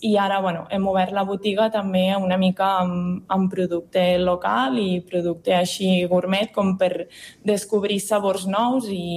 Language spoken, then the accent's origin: Catalan; Catalonia, Spain; also born or lived in Lluçanès; now in Ripollès, Spain; Soc de l'Alt Urgell, d'un poble molt petit sota la Serra del Cadí, i, bueno, però ja fa temps que estic per aquí al Lluçanès, i perquè la meva parella és d'aquí, i ara fa poc temps que vivim al Ripollès.